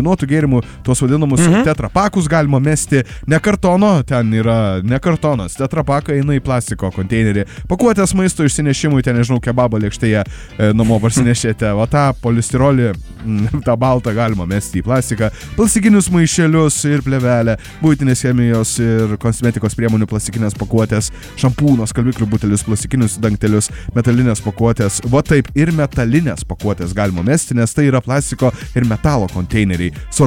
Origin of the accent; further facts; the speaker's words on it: Kaunas, Kaunas County, Lithuania; nesam čia mes kauniečiai išskirtiniai